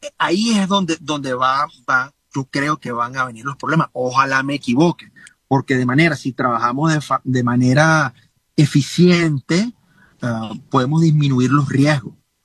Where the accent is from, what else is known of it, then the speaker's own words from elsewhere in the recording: Venezuela; evidentemente todos somos médicos venezolanos, certificados, acreditados, y tenemos el libre derecho de ejercicio profesional.